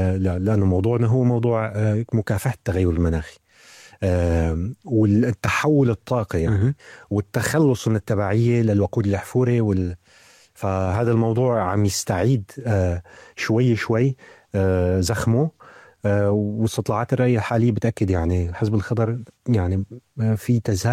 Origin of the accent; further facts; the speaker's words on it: Salamiyah, Hama Governorate, Syria; moved away as an adult; بمدينتي الصغيره سلميه.